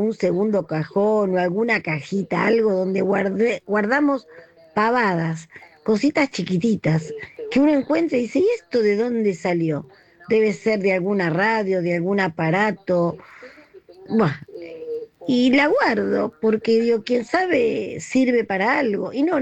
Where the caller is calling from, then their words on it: Buenos Aires, Argentina; de Colegiales.